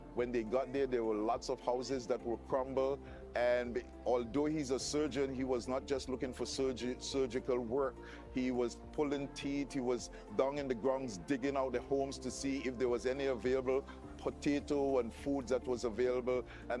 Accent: Tobago, Trinidad & Tobago; born there; moved away; I was born in Tobago

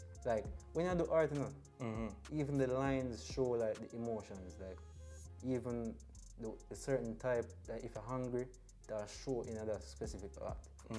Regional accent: Longville Park, Clarendon, Jamaica; I'm from Clarendon, Longville Park. Mm-hmm. Finished Calabar

